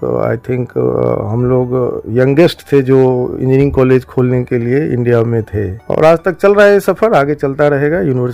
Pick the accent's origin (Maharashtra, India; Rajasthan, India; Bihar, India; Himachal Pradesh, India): Bihar, India; moved away as an adult; now in Gurgaon, India; इसमें बिहार के तरफ से मेरा अलग एक लगाव है और मैं यहीं से पला बढ़ा हूँ